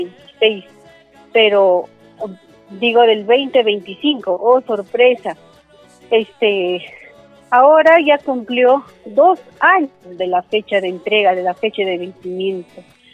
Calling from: La Libertad, Peru; Yo soy una pobladora de Curguas

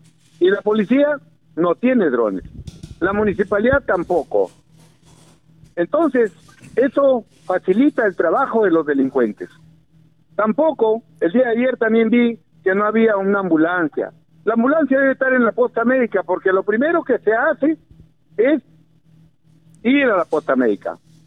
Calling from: Olmos, Lambayeque, Peru; poderme dirigir a mi pueblo de Olmos

